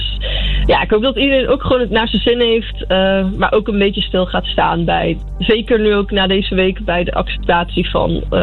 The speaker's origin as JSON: {"language": "Dutch", "region": "Zeeland", "country": "Netherlands", "also_born_or_lived": "Breda", "said": "Maar ik kwam ook uit Zeeland. En dat is iets waar queer zijn niet echt gezien wordt. En ook besproken wordt. Ik heb ook een tijdje in Breda gewoond."}